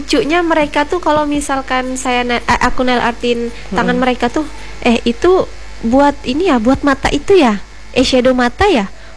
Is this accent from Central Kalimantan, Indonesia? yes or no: yes; Parang Batang, Central Kalimantan, Indonesia; Ya di kampung saya juga.